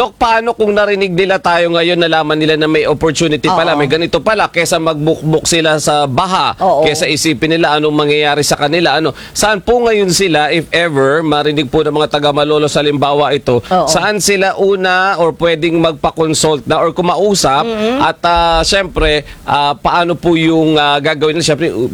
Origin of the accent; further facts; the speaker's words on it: Bulacan, Central Luzon, Philippines; Dito sa amin sa Bulacan.